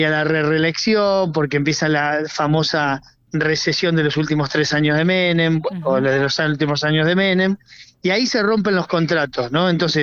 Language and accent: Spanish; La Pampa, Argentina; yo soy de La Pampa y me duele decirlo